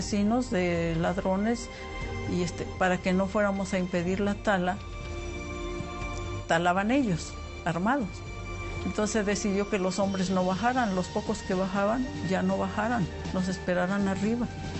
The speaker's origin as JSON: {"language": "Spanish", "region": "Hidalgo", "country": "Mexico", "tie": "born or raised there", "said": "Ser mujer aquí en mi pueblo, pues era complicado. Sobre todo viviendo mujeres solas, en nuestro caso. Mi madre batallaba con sus tres hijos sola. Un buen día, como a los 16, un poquito antes de los 16, agarré mis cosas y me fui de aquí."}